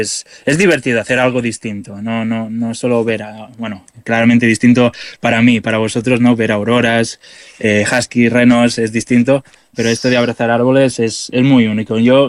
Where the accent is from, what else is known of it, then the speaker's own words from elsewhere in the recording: Catalonia, Spain; moved away as an adult; now in Finland; yo soy de Cataluña